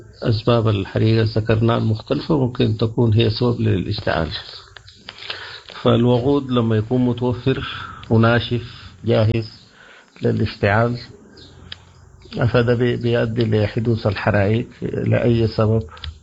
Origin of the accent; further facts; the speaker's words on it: Sudan; عندنا في السودان